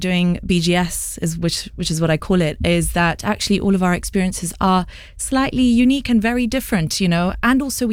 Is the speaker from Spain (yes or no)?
yes; Barcelona, Catalonia, Spain; moved away as an adult; now in London, United Kingdom; I grew up in Barcelona and I moved to London 14 years ago.